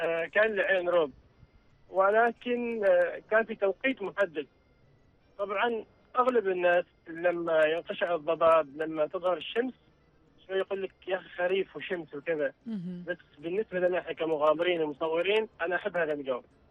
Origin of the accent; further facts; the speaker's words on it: Oman; ونحن أصلاً من عمان